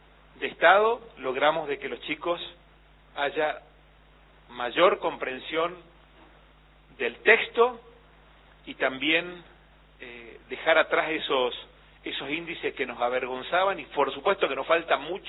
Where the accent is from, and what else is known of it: Chaco, Argentina